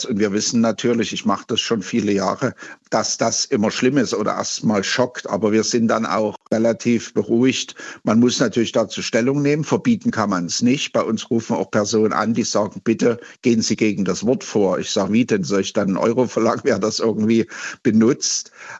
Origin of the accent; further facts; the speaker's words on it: Saxony, Germany; born there; moved away; Sie hören es vielleicht, ich komme ursprünglich aus Sachsen